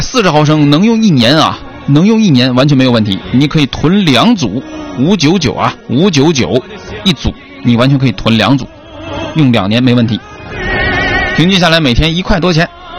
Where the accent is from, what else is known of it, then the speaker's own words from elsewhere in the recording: Songyuan, Jilin, China; now in Changchun, China; 这乐园就在我家啊，就在我老家松原。